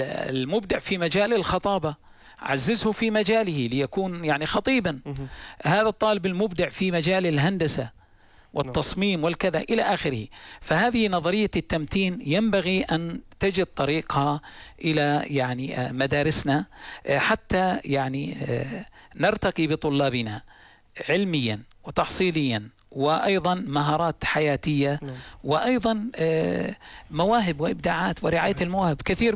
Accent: Jordan

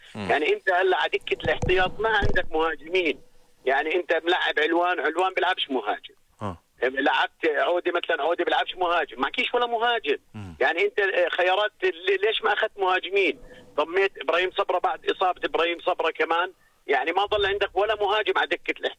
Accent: Jordan; إحنا كأردنيين

